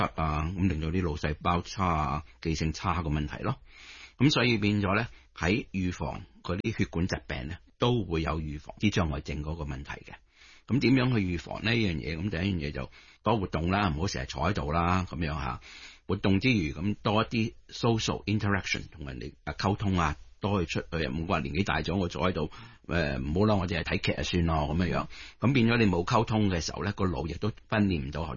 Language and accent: Cantonese; China; 我哋中国人呢就因为年长病人即係嗰一代嘅时候呢，打麻雀就会比较多啲嘅。